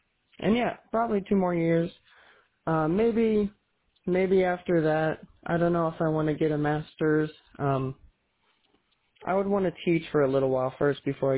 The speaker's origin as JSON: {"language": "English", "region": "Iowa", "country": "United States", "tie": "born or raised there", "said": "Iowa is my home state, and I'm planning to stay in Iowa because I really like the soil here"}